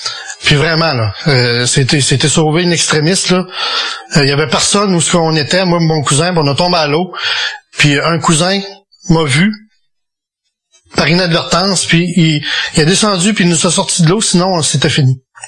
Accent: Quebec, Canada; born or raised there

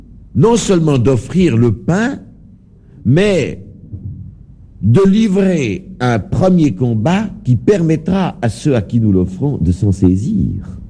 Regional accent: Grandson, Vaud, Switzerland; Quand j'étais enfant, je suis natif de Grandson.

